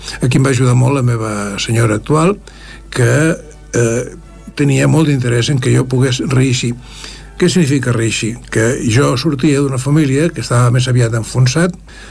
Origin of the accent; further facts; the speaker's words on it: Barcelona, Catalonia, Spain; born there; also born or lived in Sant Just Desvern; now in Esplugues de Llobregat, Spain; molta gent de Sant Just pensa que jo sóc fill de Sant Just. Ho és la meva família … però jo vaig néixer a Barcelona, al barri de Sant Gervasi.